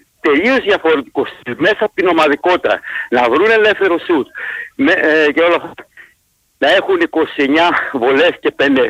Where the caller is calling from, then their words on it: Stuttgart, Baden-Württemberg, Germany; Ένα τελευταίο από Στουγκάρδη.